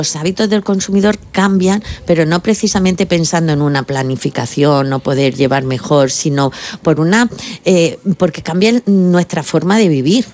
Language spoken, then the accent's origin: Spanish; Cieza, Region of Murcia, Spain; Las frutas, pues bueno, soy de Cieza, que también saludo, aprovecho para saludar a mis paisanos.